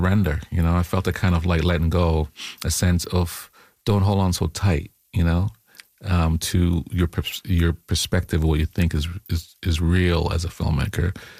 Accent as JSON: {"language": "English", "country": "Jamaica", "tie": "born there", "said": "I mean, I was born in Jamaica, you know, and so the idea of magic and reality operating on the same plane is not unusual for me."}